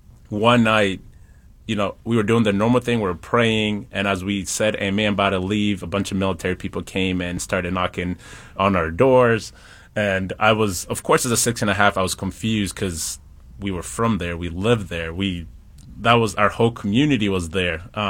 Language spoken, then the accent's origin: English; Mulenge, South Kivu, DR Congo; born there; English is a second language; I was born in Congo, in actually a small village called Mulenge. And then my parents moved to the city for a better opportunity